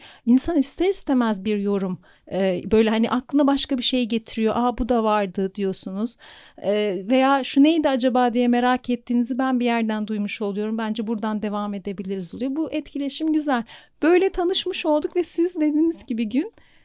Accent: Samsun, Turkey; also born or lived in Istanbul; Samsunluyum

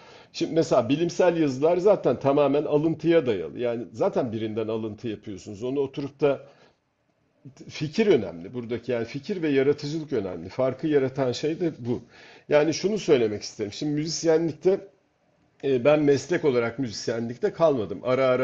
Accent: Rumelia, Turkey; Ben Rumeliyim. Neden? Çünkü ben bu ülkenin insanıyım. Yani buradan bakınca orası Rumeli oluyor. Yani benim bağlamım bu. Balkan değilim ben yani. Türk vatandaşıyım. Hatta da Türk'üm yani.

